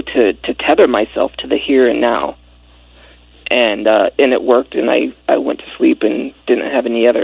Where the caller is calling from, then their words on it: Apple Valley, California, United States; Apple Valley, California.